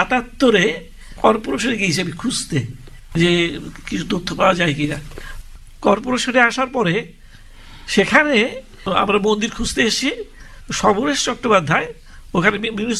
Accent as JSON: {"language": "Bangla", "town": "Faridpur", "region": "Dhaka Division", "country": "Bangladesh", "tie": "born there", "said": "আমার জন্ম হয়েছে ফরিদপুর জেলা দিগডোগর ভাজনদি গ্রামে।"}